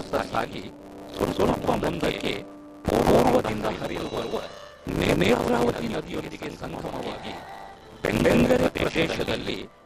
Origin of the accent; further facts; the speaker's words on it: Mangalore, Karnataka, India; ನಮ್ಮ ಬೋಳೂರು ಪಡಪಾಡು ಭೂಮಿ ಅಥವಾ ಗುರುಗುರುಪುರ ಬೆಳೆ ಎಂದು ನಾವು ಕರೆಯಲಾಗುವ ನದಿ ಕಿನಾರೆಗೆ ಹೊಂದಿಕೊಂಡಿರುವ ಒಂದು ಪ್ರದೇಶ.